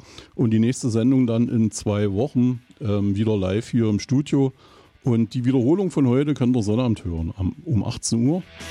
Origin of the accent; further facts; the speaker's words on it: Eisenach, Thuringia, Germany; ich komme aus Eisenach.